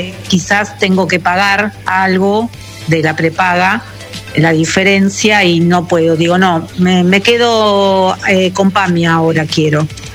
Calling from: Loma Verde, Buenos Aires Province, Argentina; de Loma Verde Escobar

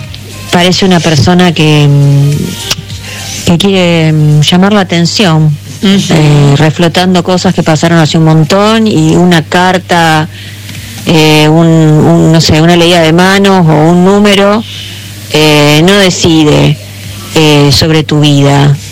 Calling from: Rosario, Santa Fe, Argentina; soy de Rosario.

